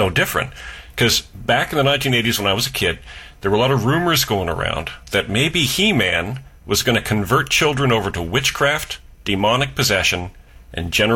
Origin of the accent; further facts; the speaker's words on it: Orangeville, Ontario, Canada; including in my hometown of Orangeville, Ontario.